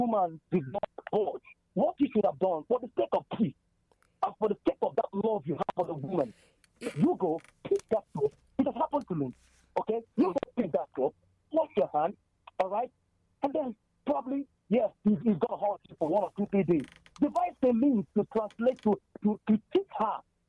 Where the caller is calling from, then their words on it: London, United Kingdom; I'm calling from London.